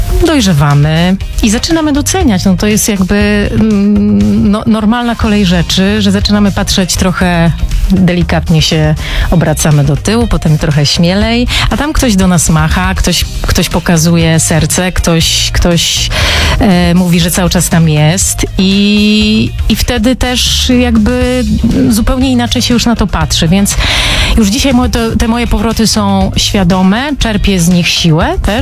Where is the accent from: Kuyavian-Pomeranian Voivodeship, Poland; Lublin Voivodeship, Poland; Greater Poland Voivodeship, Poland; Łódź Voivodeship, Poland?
Kuyavian-Pomeranian Voivodeship, Poland; Toruń; moved away; mówię, że pochodzę z Torunia